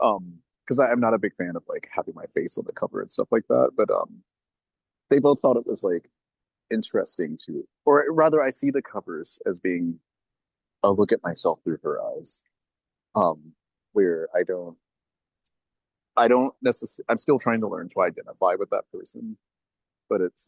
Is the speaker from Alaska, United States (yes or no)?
no; Alabama, United States; moved away; People are like, where are you from? You say Alabama